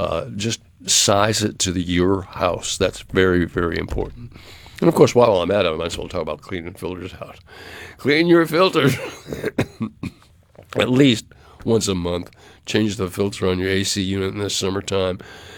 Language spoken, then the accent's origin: English; Cape Cod, Massachusetts, United States; now in Mississippi, United States; I grew up on Cape Cod, Massachusetts. But I've been here for 40-plus years, probably longer than that.